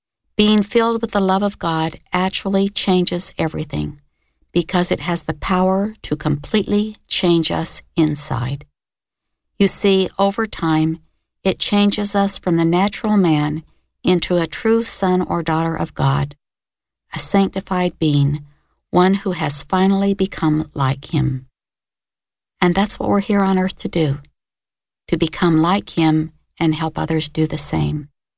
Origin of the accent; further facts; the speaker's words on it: Salt Lake City, Utah, United States; thinking that because I was from Salt Lake City, I would feed them spiritually.